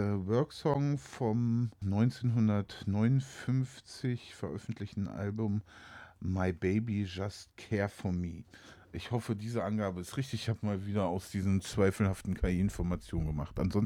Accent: West Germany, Germany; Ich komme ja aus dem Westen

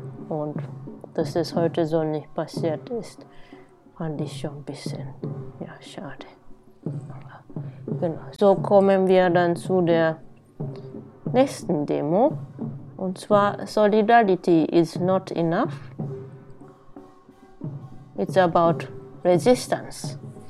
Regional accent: Japan; moved away; ich bin Japanerin

